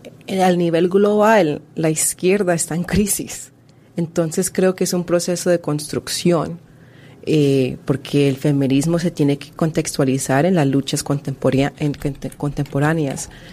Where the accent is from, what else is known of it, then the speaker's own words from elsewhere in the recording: Colombia; now in El Salvador; Me siento muy comprometida con el pueblo salvadoreño y lo veo como mi segundo hogar. Aunque yo soy colombiana, creo que he pasado más tiempo en este país que en mi propio país.